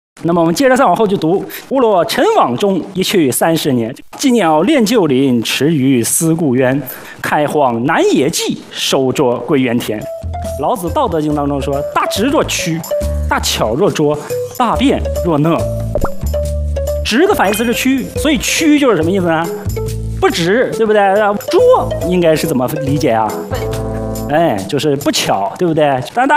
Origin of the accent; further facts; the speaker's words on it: China; 山水田园始终是我们中国人永远的精神家园